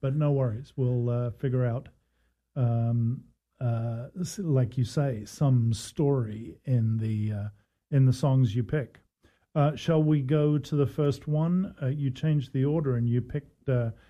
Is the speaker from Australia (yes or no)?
no; England, United Kingdom; now in United States; I'm English, and there's a certain amount of... I've been here 33 years, though, so I'm kind of transatlantic.